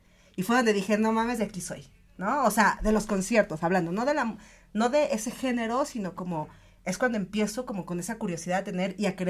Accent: Ecatepec, State of Mexico, Mexico; vengo de... Bueno, sí, yo nací, crecí en Ecatepec

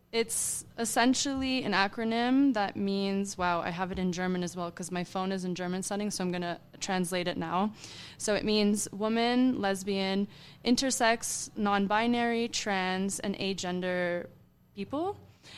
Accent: Canada; Well, I am from Canada, and it's one of those things where, I lived here most of my life, and then I decide to move to Europe

